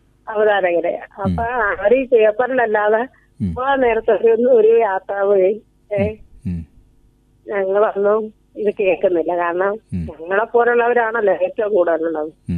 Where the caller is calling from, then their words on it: Arattupuzha, Kerala, India; ആലപ്പുഴ ജില്ലയിലെ വലിയ അഴീക്കൽ, ആറാട്ടുപുഴ പഞ്ചായത്ത്.